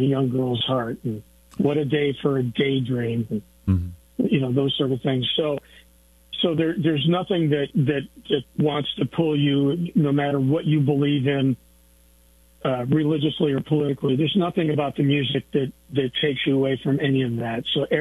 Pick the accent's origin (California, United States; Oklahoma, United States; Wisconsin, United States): Wisconsin, United States; Madison; I grew up in Madison. It's not where I was born, but I consider that to be one of my two hometowns, and it's the hometown that I'm probably most proud